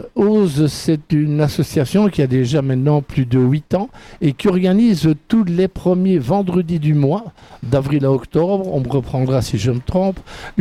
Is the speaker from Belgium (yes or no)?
yes; Liège, Wallonia, Belgium; on est liégeois ou on ne l'est pas.